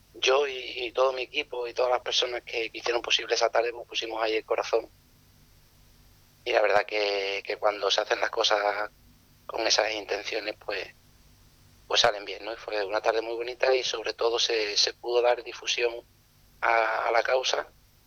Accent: Andalusia, Spain; mandar un abrazo a todos los aficionados de la provincia de Cádiz, que es mi tierra, que es maravillosa, de la isla, de Chiclana y de toda aquella zona.

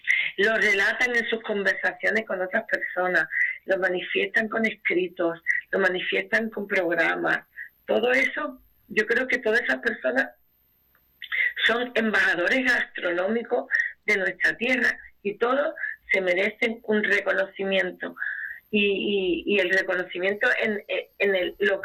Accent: San Fernando, Andalusia, Spain; born there; now in Chiclana de la Frontera, Spain; Yo soy nacida en San Fernando, toda mi familia de San Fernando, y siempre, siempre, siempre tengo presente que mis padres están enterrados en San Fernando, pero trabajo en Chiclana, vivo en Chiclana

